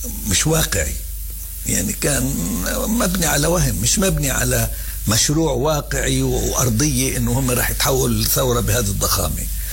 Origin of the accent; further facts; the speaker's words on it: Palestine; احنا لازم نعارض قرار 242 كفلسطينيين، كثورة، كمنظمة التحرير